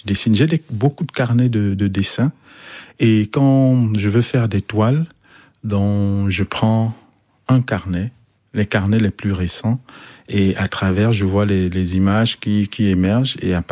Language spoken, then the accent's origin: French; Cameroon; Chez nous, au Cameroun, on appelle les librairies au poteau.